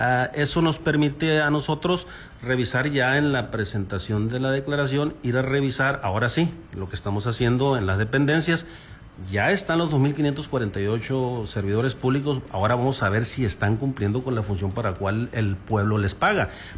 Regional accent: Mexico

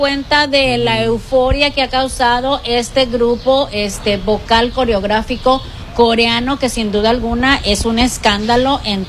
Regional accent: Sinaloa, Mexico; Sobre todo los que somos sinaloenses, sí.

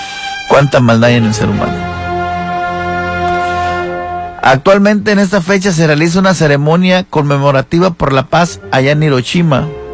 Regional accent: Sinaloa, Mexico; Somos capaces los sinaloenses de también estarlo celebrando

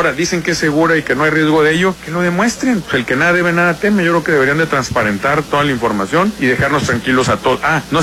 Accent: Los Mochis, Sinaloa, Mexico; born there; Yo aquí vivo en Los Mochis, mi familia, hemos ido aquí toda la vida

